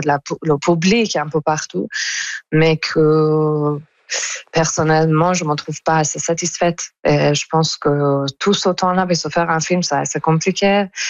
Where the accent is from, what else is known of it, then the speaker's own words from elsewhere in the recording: Iran; moved away; comme tous les autres Iraniens, soit en Iran, soit en diaspora, on est tous et toutes en deuil.